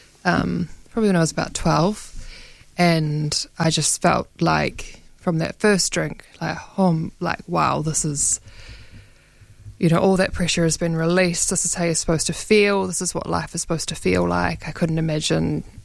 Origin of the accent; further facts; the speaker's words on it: Christchurch, Canterbury, New Zealand; also born or lived in Dunedin; So I was born in Christchurch, grew up in Christchurch, left after high school to study in Dunedin, and then sort of have lived in a few places since then.